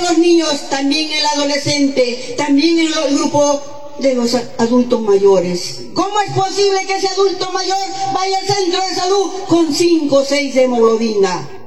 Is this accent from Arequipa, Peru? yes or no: yes; El Arenal, Arequipa, Peru; en mi pueblo del Arenal